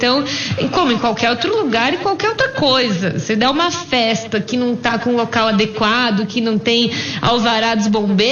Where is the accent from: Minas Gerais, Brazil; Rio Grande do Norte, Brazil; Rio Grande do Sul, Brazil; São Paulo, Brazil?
São Paulo, Brazil; Americana; Eu sou de Americana